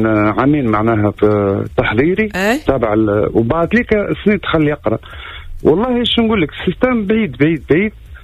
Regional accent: Tunisia; now in Switzerland; أما الأصل من تونس معنا مش مولود في سويسرا.

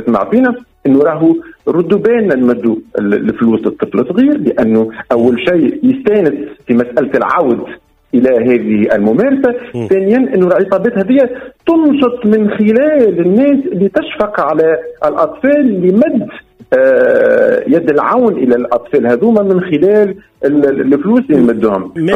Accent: Tunisia

